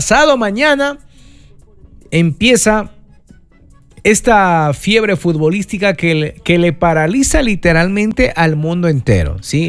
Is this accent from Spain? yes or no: no; Ecuador; nuestro interés como ecuatorianos